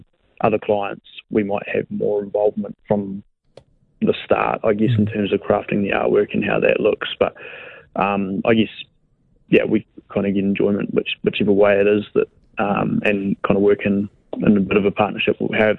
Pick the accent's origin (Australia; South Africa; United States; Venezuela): Australia; but being an Aussie. So there's two of us here in Melbourne.